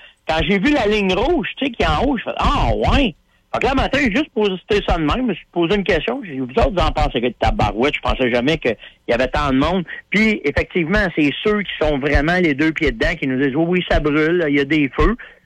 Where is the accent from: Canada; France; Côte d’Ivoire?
Canada